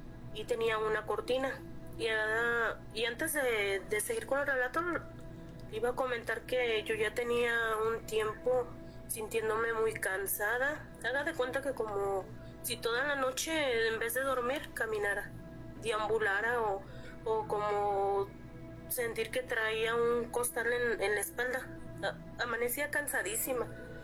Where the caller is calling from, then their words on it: Michoacán, Mexico; Desde Michoacán.